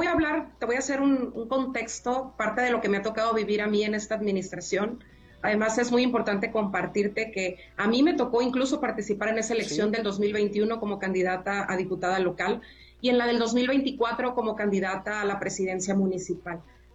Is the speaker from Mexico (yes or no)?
yes; Culiacán, Sinaloa, Mexico